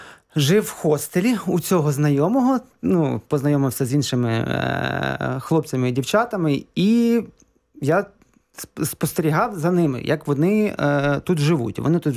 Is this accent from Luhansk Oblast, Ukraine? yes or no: no; Chop, Zakarpattia Oblast, Ukraine; Я родом з Чопа, це Закарпатська область.